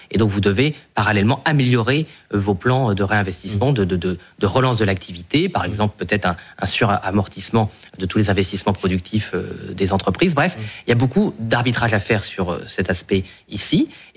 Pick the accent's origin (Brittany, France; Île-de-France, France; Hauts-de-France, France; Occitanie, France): Hauts-de-France, France; Boulogne-sur-Mer; born there; Moi, je suis né à Boulogne-sur-Mer